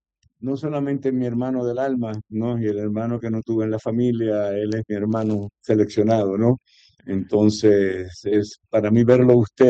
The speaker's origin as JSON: {"language": "Spanish", "town": "Carolina", "country": "Puerto Rico", "tie": "born or raised there", "said": "En mi infancia, en Villa Carolina, en todo lo que de donde venían mis papás, esa clase trabajadora, urbana, de mucho sacrificio"}